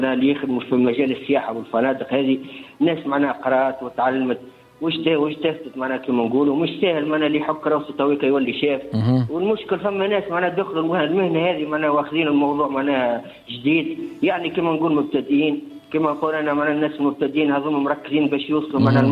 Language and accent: Arabic; Djerba, Medenine, Tunisia